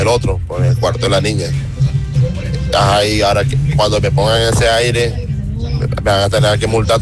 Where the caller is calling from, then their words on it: Colombia; yo vivo en Puerta Dorada